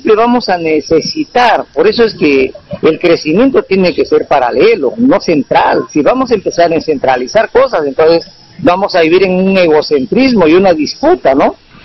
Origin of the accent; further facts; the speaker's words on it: Utcubamba, Amazonas, Peru; nosotros como cubambinos sí, apoyamos a nuestro candidato